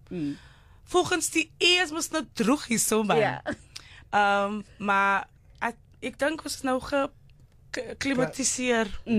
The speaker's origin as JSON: {"language": "Afrikaans", "town": "Cape Town", "region": "Western Cape", "country": "South Africa", "moved": "yes", "lives_now": "Johannesburg, South Africa", "said": "Ek is van Strandfontein Village in die Kaap, ja."}